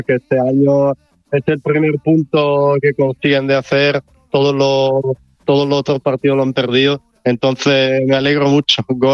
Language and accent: Spanish; Pavia, Lombardy, Italy; Spanish is a second language; Yo soy de Pavía, que básicamente muy cerca de Milano.